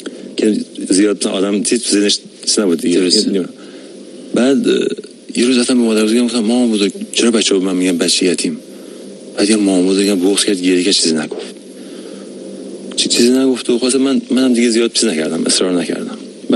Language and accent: Persian; Bojnurd, North Khorasan, Iran; من تو فروردین 60 تو بجنورد به دنیا اومدم.